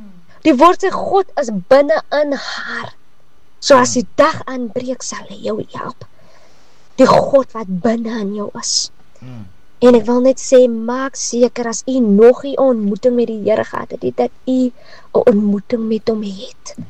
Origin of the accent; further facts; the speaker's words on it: Klawer, Western Cape, South Africa; ek is alipad van Klawer en ek dien by Volle Evangelie Kerk in Klawer.